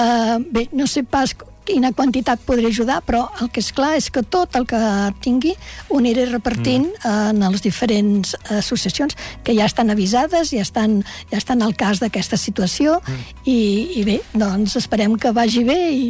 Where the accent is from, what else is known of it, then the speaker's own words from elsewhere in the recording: Barcelona, Catalonia, Spain; born there; Jo vaig néixer a Barcelona, però després vaig anar a viure en una casa de pagès en què la gent rural no tenen especial amor als animals.